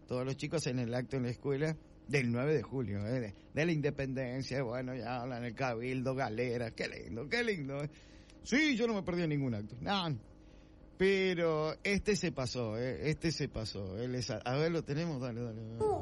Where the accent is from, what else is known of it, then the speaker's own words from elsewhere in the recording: Argentina; Aguante nuestra Argentina